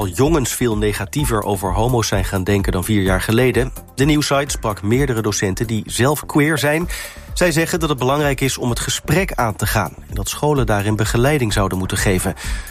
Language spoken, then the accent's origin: Dutch; Amsterdam, North Holland, Netherlands; Ja, ik ben als Amsterdammer opgegroeid zeg maar, met de 50 tot en met de 54.